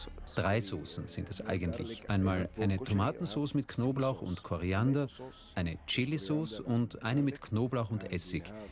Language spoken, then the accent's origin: German; Egypt; Denn es ist unsere Pflicht als Ägypter, den Gästen unsere Spezialitäten und Speisen, die wir selbst essen, anzubieten.